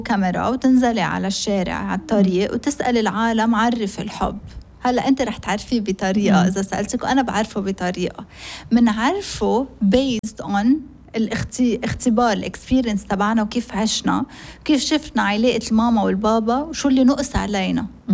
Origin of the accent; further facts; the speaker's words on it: Lebanon; accent: Lebanese Arabic; first language Arabic; كبرنا بنحكي لبناني العربي، كيف كل واحد حتى بلبنان كل واحد بيحكي حسب منطقته،